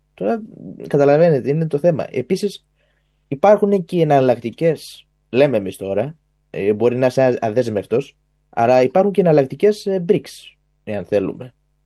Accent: Western Greece, Greece; επειδή είμαι από την Ηλία

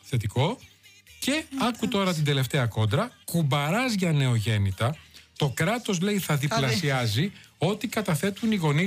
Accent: Thessaloniki, Central Macedonia, Greece; now in Chania, Greece; Είμαι εκπαιδευτικός από Θεσσαλονίκη. Διορίστηκα ως θεατρολόγος.

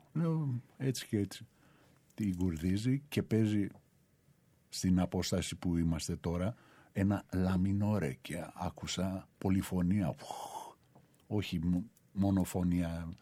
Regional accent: Thessaloniki, Central Macedonia, Greece; εμείς επειδή είμαστε από την Επτάλοφο, Αμπελόκηποι Θεσσαλονικής

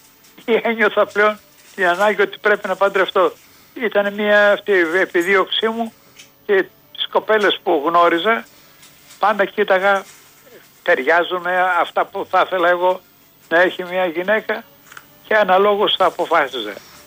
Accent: Athens, Attica, Greece; εγώ είμαι Αθηναίος και μένω στην Αθήνα

